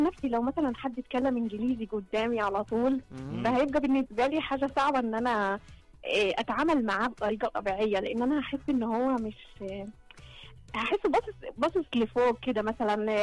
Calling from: Sohag, Sohag Governorate, Egypt; accent: Sa'idi; انا من وانا صغيره، انا من سوهاج

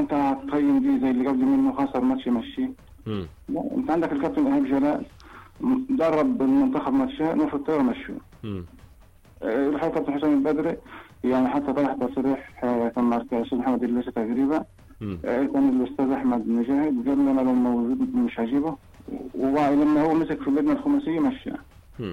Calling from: Kafr El Sheikh Governorate, Egypt; تبع مركز زوج بكفر الشيخ

